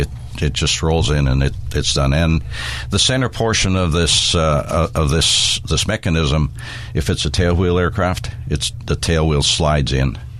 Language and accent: English; Edmonton, Alberta, Canada; I'm from Edmonton, and we're building there's essentially a brand new airport being built